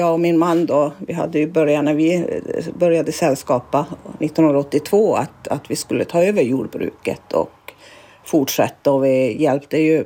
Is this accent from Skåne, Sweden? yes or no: no; Kassa, Norrbotten County, Sweden; born there; also born or lived in Kiruna / Pajala; de skulle bli mjölkbönder i pappas föräldrahem då här i Kassa. Och jag var 11 år när vi flyttade hit och det var bra. Och det var lugnt och mycket djur och sånt här, så att jag valde och då börja skolan i Pajala.